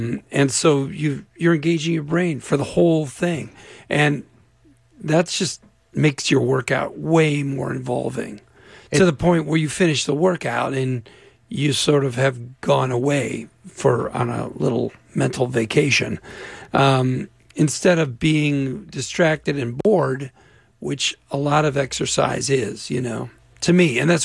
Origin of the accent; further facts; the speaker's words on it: Naperville, Illinois, United States; Yeah, I'm from Chicago. I'm from Naperville